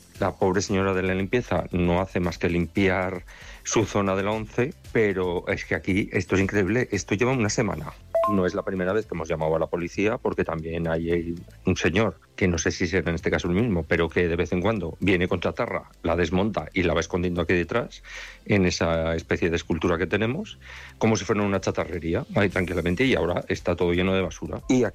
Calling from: Zaragoza, Aragon, Spain; de Zaragoza

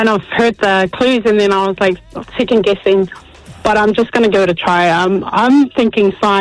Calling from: Australia; we're here from Australia

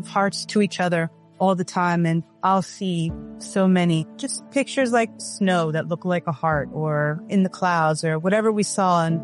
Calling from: Aldan, Pennsylvania, United States; I live in Alden, right outside of Philadelphia, Pennsylvania.

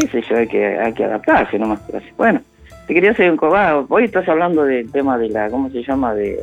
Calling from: Pilar, Buenos Aires Province, Argentina; acá de Pilar.

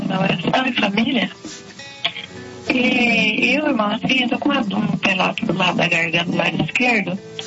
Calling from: Bauru, São Paulo, Brazil; Eu falo aqui de Bauru, irmão.

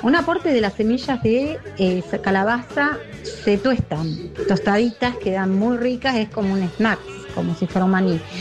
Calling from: Villa Gesell, Buenos Aires Province, Argentina; de Gesell

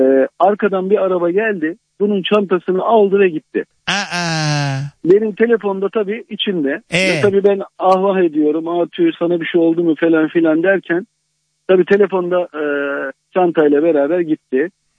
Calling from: Istanbul, Turkey; İstanbul'dan arıyorum ben.

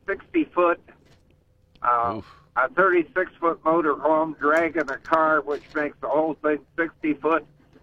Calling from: Boardman, Ohio, United States

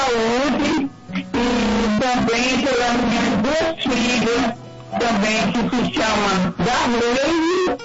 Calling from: São Paulo, Brazil; Eu falo aqui da Zona Norte.

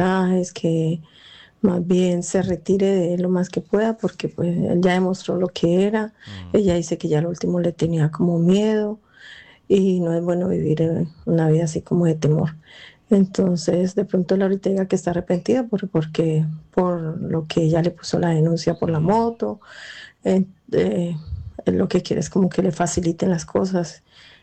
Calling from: Zaragoza, Aragon, Spain; de Zaragoza, España

